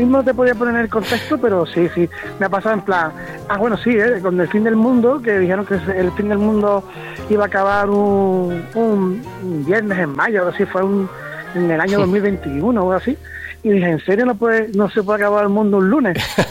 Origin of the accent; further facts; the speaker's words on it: Jerez de la Frontera, Andalusia, Spain; also born or lived in Las Palmas de Gran Canaria; now in Canary Islands, Spain; Yo nací en Las Palmas, Gran Canaria, en la clínica del Pino, el día de Santa Rita. O sea, se puede ser más canario. Lo que pasa es que mi padre era de Cádiz y me crié en Jerez. Pero tengo parte, de hecho mi abuelito es de la Isleta